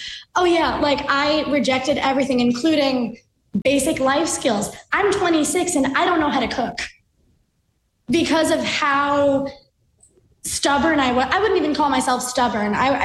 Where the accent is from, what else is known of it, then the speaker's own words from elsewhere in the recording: New York City, New York, United States; born there; my parents are from Bangladesh. Like, I was born in Queens